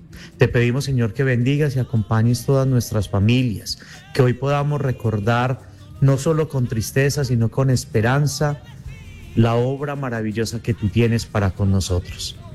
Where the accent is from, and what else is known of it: Colombia